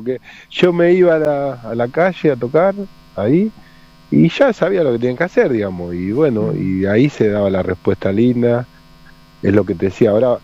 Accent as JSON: {"language": "Spanish", "region": "Patagonia", "country": "Argentina", "said": "Yo soy el argentino que anda tocando el bandoneón"}